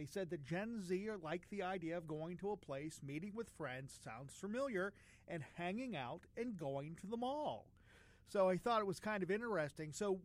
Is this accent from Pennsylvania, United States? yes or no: yes; Pittsburgh, Pennsylvania, United States; I grew up around the Pittsburgh area, and I went to the Northway Mall and Ross Park Mall and that.